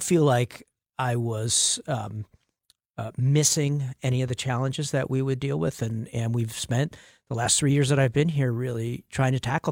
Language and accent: English; New Jersey, United States; also born or lived in Chicago; now in Milwaukee, United States; So I grew up in New Jersey, actually, and my dad was a musician. I've been a musician my whole life